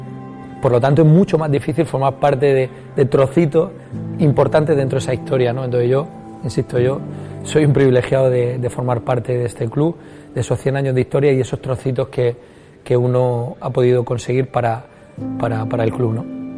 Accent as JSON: {"language": "Spanish", "town": "Alicante", "region": "Valencian Community", "country": "Spain", "said": "para mí era un orgullo como valenciano, siendo de Alicante"}